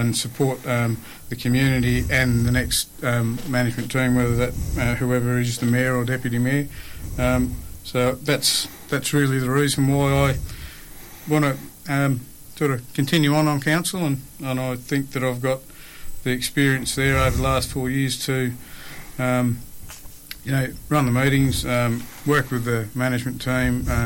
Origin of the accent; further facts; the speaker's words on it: George Town, Tasmania, Australia; I was one of the kids that grew up in Georgetown